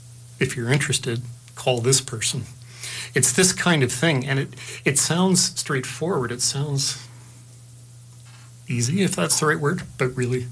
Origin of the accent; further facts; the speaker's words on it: Calgary, Alberta, Canada; Even for people who were born in this country, as I was, and actually born and raised in Calgary, and I'm 62 years old now